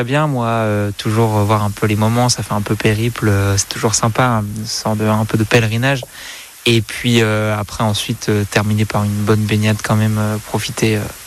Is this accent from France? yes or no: yes; Besançon, Bourgogne-Franche-Comté, France; Je viens de Besançon, dans l'est de la France.